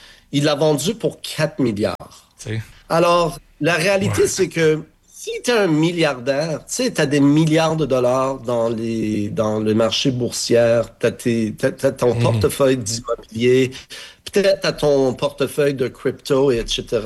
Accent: Montreal, Quebec, Canada

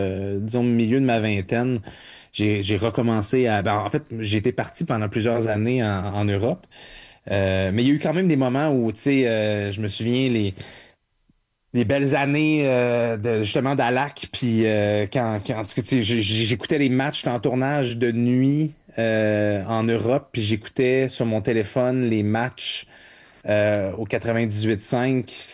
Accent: Montreal, Quebec, Canada; born there; moi, je suis né à Montréal

